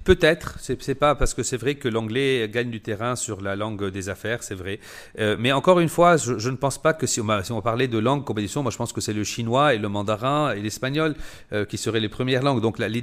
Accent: Lebanon; en tant que Libanais, il faut maintenir nos trois langues, qui sont notre diversité, mais en même temps notre ouverture au monde.

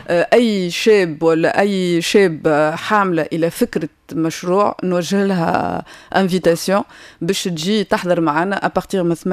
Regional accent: Tunisia

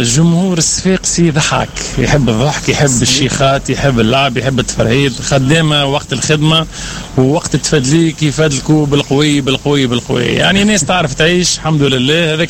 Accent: Agareb, Sfax Governorate, Tunisia; moved away; أنا صفاقس نجاها من صغري, خاطر أنا صفاقسي عقربي بالأساس, دونك في بلادي وأهلي وناسي.

